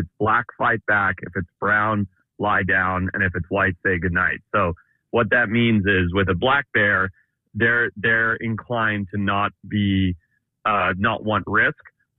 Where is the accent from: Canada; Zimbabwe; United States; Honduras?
Zimbabwe; I grew up in Zimbabwe. My family ran safari businesses. I learned to track wildlife and work with animals when I was 6 years old